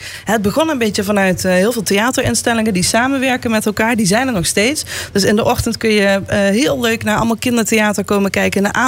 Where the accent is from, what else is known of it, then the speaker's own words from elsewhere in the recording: Almere, Flevoland, Netherlands; waar we als Almeerders trots op mogen zijn.